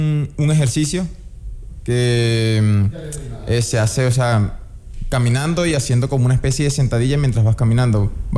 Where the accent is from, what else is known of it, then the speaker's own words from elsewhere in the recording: Venezuela; moved away as an adult; now in Baños, Ecuador; yo soy de Venezuela.